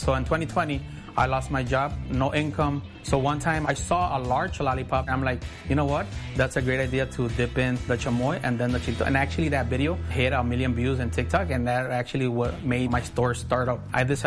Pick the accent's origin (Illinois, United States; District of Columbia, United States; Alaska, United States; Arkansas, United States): Illinois, United States; Chicago; also born or lived in Mexico; I'm an immigrant from Mexico. I came around the age of 7. I crossed the border as a kid. Our first hometown was here in Chicago.